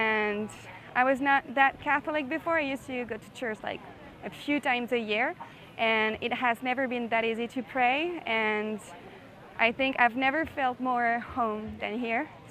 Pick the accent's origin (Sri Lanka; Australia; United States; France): France; Marseille, Provence-Alpes-Côte d'Azur; English is a second language; I come from France, from South France, from a town called Marseille.